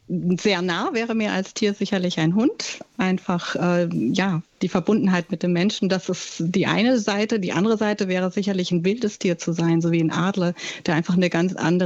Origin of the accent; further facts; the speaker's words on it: Griesheim, Hesse, Germany; Wir kommen aus Griesheim.